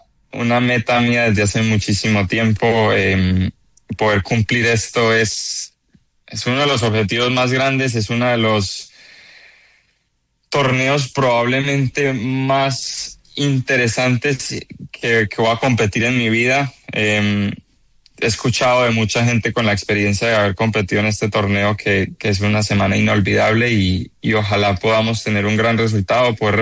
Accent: Colombia

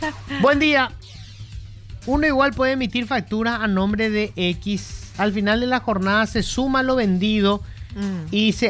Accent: Asunción, Paraguay; Soy de Asunción y pago mis impuestos acá.

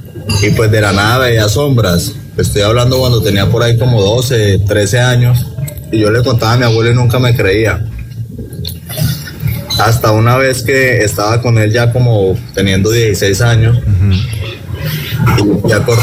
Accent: Palmor, Magdalena, Colombia; yo me crié en la Sierra Nevada de Santa Marta, más conocido como Palmor de la Sierra, con mis abuelos desde muy niño.

